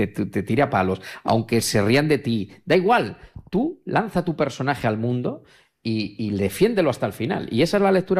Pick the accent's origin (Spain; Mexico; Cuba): Spain; Castilla-La Mancha; los salados, que somos los manchegos, es que los salados que somos los manchegos